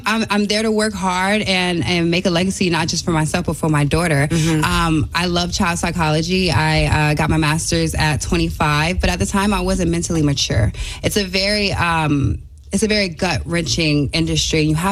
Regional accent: Vero Beach, Florida, United States; I'm from Vero Beach, Florida, and it's where the Dodgers used to spring train at.

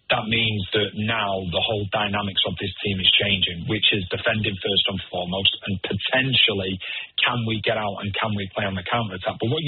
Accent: England, United Kingdom; Yeah, it's as an Englishman, it was tough to watch, that's for sure.

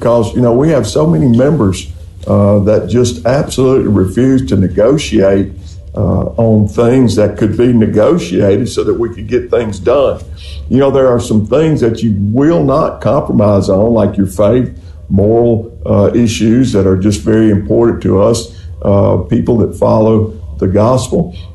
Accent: Mississippi, United States; Because as we all know, growing up on the Mississippi Gulf Coast, we love to fish.

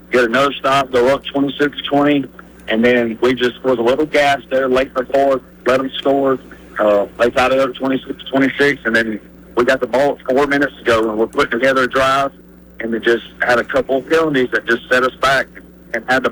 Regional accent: Speed, United States; I'm from Speed, you know, from Lawrence County area, so I got a lot of friends.

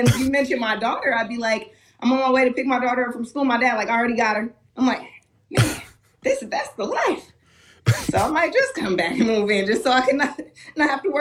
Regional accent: Milwaukee, Wisconsin, United States; I'm from Milwaukee's North Side. My parents weren't rich. You know, they were working class people. So we didn't travel a lot.

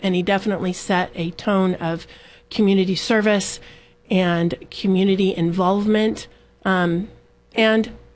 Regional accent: San Luis Obispo, California, United States; I grew up here in San Luis Obispo. I graduated from San Luis High School.

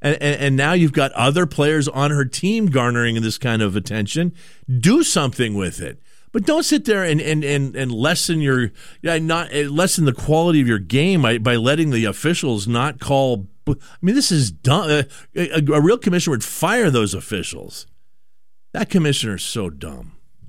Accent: Vancouver, British Columbia, Canada; born there; I was born in Vancouver. I love Vancouver.

